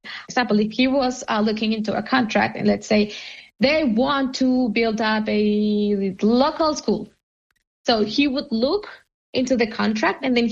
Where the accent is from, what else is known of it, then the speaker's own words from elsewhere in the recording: Colombia; I'm a journalist from Colombia.